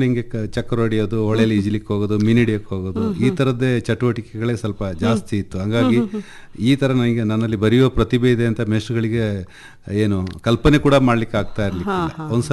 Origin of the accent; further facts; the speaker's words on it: Koyanad, Karnataka, India; ನಮ್ಮ ಊರು ಕೊಯನಾಡಿನಲ್ಲಿ, ಅಲ್ಲೂ ಕೂಡ ನಾನು ಶಾಲೆ ಕಲಿತಾ ಇದ್ದೆ.